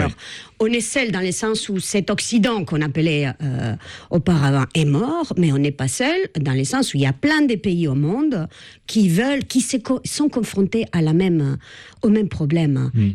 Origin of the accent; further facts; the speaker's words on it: Spain; French is a second language; moi en tant qu'Espagnol, ça voudrait dire retourner à la dictature.